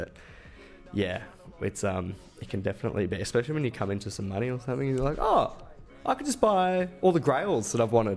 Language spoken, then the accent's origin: English; Sydney, New South Wales, Australia; now in Blue Mountains, Australia; Well, I mean, I grew up in Sydney. So I spent the first 13 years of my life in Bondi. Being a little skate rat down in Bondi.